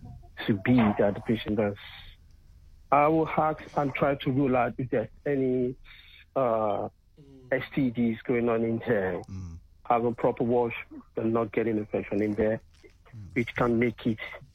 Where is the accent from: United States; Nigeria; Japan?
Nigeria; now in United Kingdom